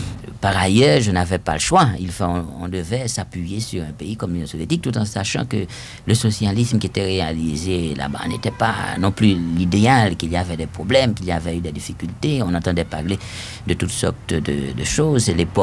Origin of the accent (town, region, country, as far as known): Haiti; born or raised there